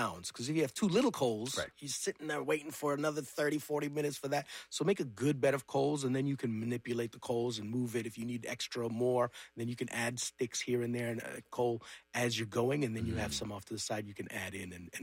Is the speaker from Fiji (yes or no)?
no; Edmonton, Alberta, Canada; because I grew up in Edmonton.